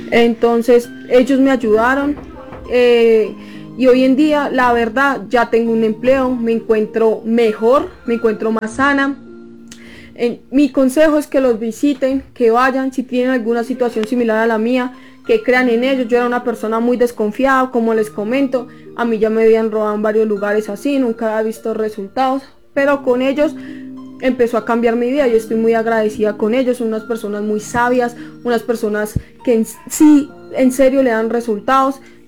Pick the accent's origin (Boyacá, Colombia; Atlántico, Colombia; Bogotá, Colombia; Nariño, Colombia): Boyacá, Colombia; Samacá; soy de Pueblito de Samacá.